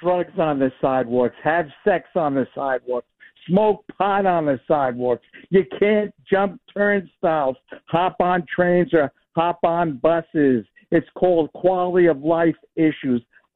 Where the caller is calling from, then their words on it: Nassau County, Long Island, New York, United States; out in Nassau County, where I live.